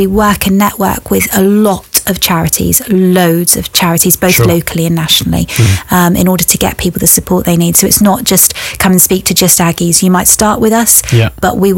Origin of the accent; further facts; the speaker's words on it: Plymouth, South West England, United Kingdom; born there; I was born in Plymouth, but my dad's Cornish